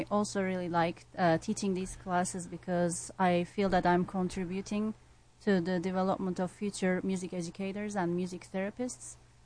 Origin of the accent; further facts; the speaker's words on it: Istanbul, Turkey; English is a second language; moved away as an adult; also born or lived in Izmir; now in Chattanooga, United States; And then I grew up in Istanbul. I'm from Izmir, but I grew up in Istanbul and studied in Istanbul, which is on the, you know, border with, close to the border to, like, Bulgaria, Greece, you know, geographically close to Europe.